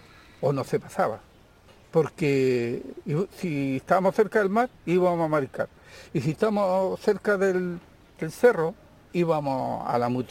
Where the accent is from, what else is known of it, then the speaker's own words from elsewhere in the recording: Penco, Biobío, Chile; ya con mis 74 años, nacido y criado en Penco